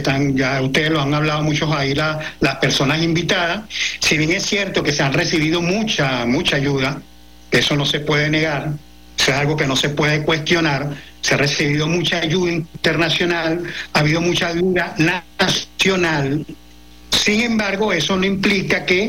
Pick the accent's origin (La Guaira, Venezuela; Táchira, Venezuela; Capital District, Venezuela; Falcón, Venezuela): La Guaira, Venezuela; soy del Estado de La Guaira, vivo allá